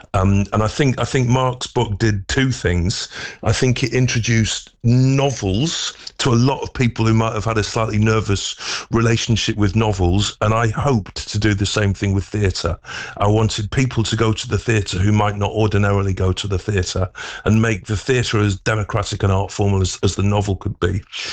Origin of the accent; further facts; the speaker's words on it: Stockport, North West England, United Kingdom; moved away; And I'm from Stockport, you know, I'm from the kind of suburban edges of Manchester.